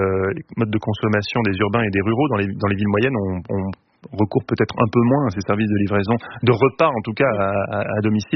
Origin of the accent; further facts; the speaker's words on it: France; chez nous, en France, pays des mille fromages